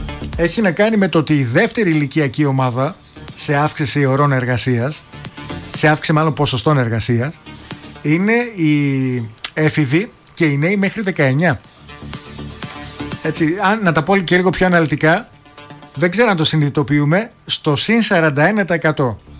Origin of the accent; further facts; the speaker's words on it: Greece; ως Έλληνες